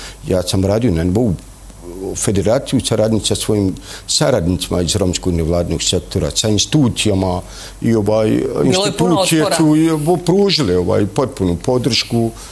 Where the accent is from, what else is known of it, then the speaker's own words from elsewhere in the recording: Bosnia & Herzegovina; ja sam jedini iz Bosne i Hercegovine